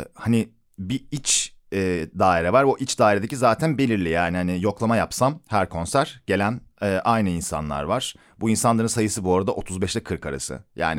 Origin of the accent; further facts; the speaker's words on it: İzmir, Turkey; Ben İzmirliyim işte Kıbrıs şehitlerinde böyle dağıtırlardı